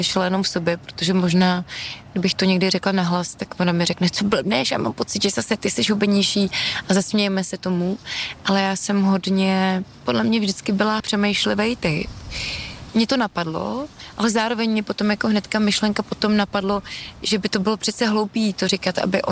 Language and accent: Czech; Trutnov, Hradec Králové Region, Czechia; na terapii jsme tomu vždycky říkali, že mám pocit, že jsem řepa z Trutnova.